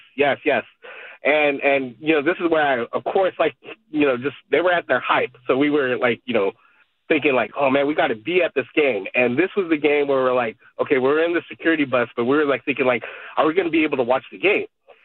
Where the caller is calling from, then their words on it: Vacaville, California, United States; we're from Vacaville, Fairfield.